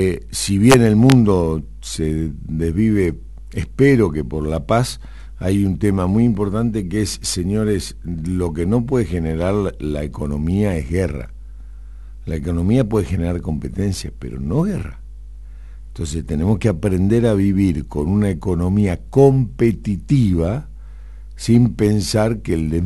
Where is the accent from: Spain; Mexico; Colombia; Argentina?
Argentina